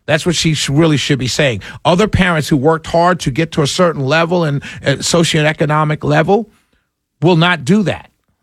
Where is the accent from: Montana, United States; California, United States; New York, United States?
New York, United States; I'm born and raised in New York